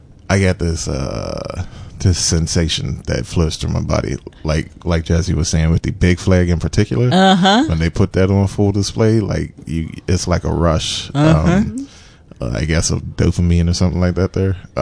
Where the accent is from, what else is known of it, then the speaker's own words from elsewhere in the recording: Bermuda; I'm from Bermuda.